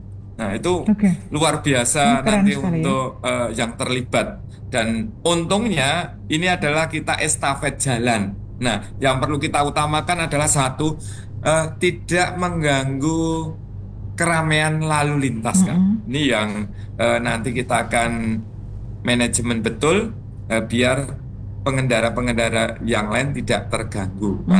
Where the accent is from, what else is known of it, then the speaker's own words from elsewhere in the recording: Java, Indonesia; banyak reklame-reklame yang kalau kita orang Jawa nuntut apa nunut mulio di pohon itu kan.